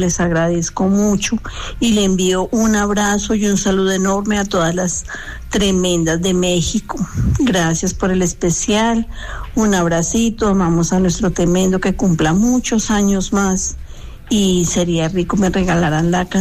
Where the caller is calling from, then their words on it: Colombia; Un abracito desde Colombia